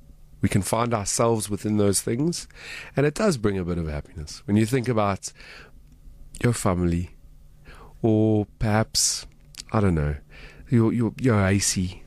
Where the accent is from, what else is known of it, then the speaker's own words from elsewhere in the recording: Alberton, Gauteng, South Africa; I grew up in Alberton, a great upbringing. Alberton is a beautiful, beautiful place in Johannesburg to raise a family. I would know, because my parents did it. But after sort of school and whatever, I moved out